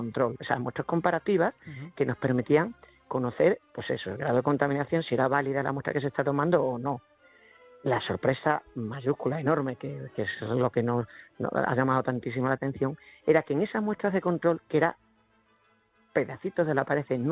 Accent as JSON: {"language": "Spanish", "region": "Extremadura", "country": "Spain", "said": "que está en el Alentejo portugués, que es casi tanto o más calor que el que hace en mi tierra aquí"}